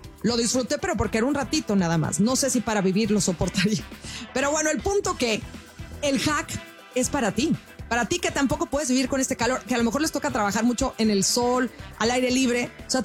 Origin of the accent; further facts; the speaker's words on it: Mazatlán, Sinaloa, Mexico; also born or lived in Culiacán; yo soy de Mazatlán y en Mazatlán sudas mucho, pero en Culiacán, donde viví mucho tiempo, era seco